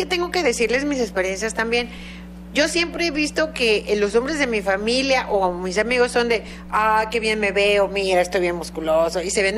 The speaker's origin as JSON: {"language": "Spanish", "region": "Tabasco", "country": "Mexico", "said": "en Tabasco somos de bracito gordito."}